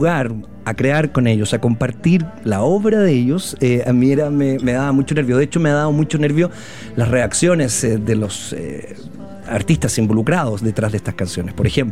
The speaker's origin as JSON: {"language": "Spanish", "country": "Chile", "said": "Como chilenos somos muy quedados a la hora de observarnos con respeto, con cariño y también con admiración."}